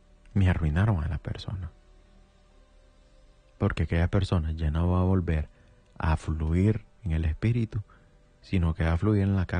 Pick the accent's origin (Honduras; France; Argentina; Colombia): Honduras; San Marcos de Colón, Choluteca; also born or lived in United States; now in Tegucigalpa, Honduras; Bueno, soy de San Marcos de Colón. No es que era, soy de San Marcos de Colón.